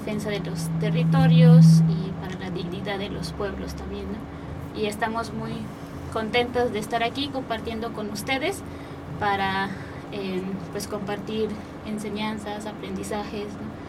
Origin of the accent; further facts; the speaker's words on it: Chiapas, Mexico; first language Tzotzil; Spanish is a second language; Nosotras somos hablantes de la lengua maya tzotzil y somos originarias de los Altos de Chiapas.